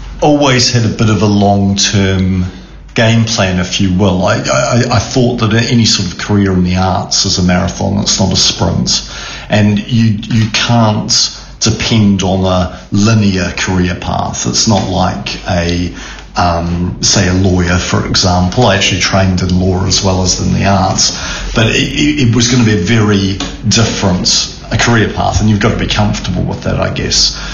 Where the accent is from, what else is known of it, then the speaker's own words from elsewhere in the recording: New Zealand; moved away as an adult; also born or lived in Scotland; now in Liverpool, United Kingdom; I'm not a Scouser born and bred. I'm originally from New Zealand.